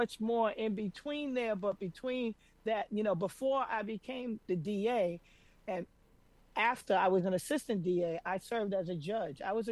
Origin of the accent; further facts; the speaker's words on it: New York City, New York, United States; also born or lived in Manhattan; I'm a daughter of the Bronx. I was raised my whole life in the Bronx. I was born in Metropolitan Hospital first, and then my family, we lived in Lexington houses, and then we moved to Soundview Projects in the Bronx, and that's where I grew up.